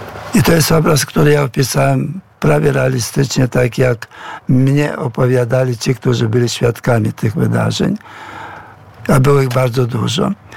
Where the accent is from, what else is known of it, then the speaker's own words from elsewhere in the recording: Ternopil Oblast, Ukraine; moved away; wieś Slawentyn, na wieś Szumlany, na wieś Boków. To są wioski rzutem kamienia od mojej wsi.